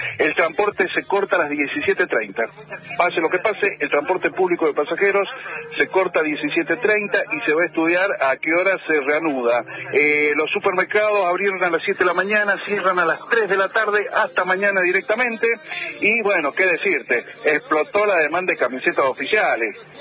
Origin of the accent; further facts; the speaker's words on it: Mendoza, Argentina; Vengo de Mendoza, así que.